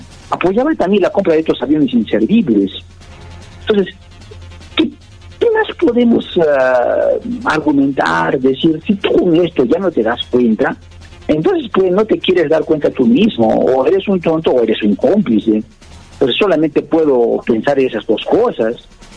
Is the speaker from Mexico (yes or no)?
no; Peru; born there; yo soy peruano, nacido en esta tierra y me siento orgulloso de serlo.